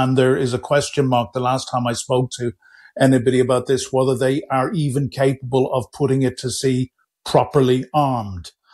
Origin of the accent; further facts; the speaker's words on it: Ireland; born there; moved away; the country of my birth